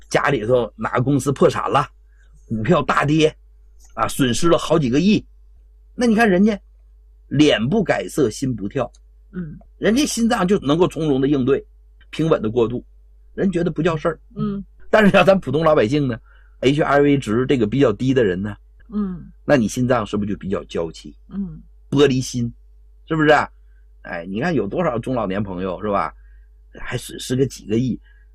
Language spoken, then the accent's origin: Chinese; China; 甚至很多藏区的同胞们，这个日子可能还不如咱们内地人过得那么富裕呢吧？